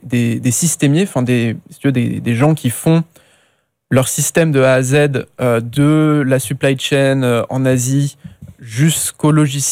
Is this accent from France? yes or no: yes; France; il faut montrer son produit en tant que petit Français, en être fier et le porter avec son petit accent, etc.